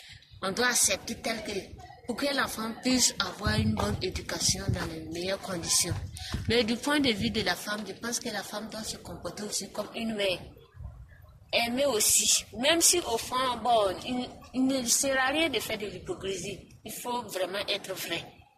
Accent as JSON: {"language": "French", "country": "Burkina Faso", "said": "Chez nous, au Burkina Faso"}